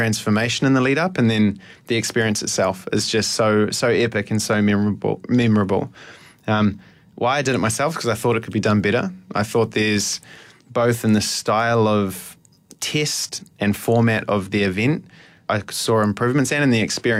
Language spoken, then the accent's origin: English; New Zealand; My life growing up in New Zealand was just all revolving around sport.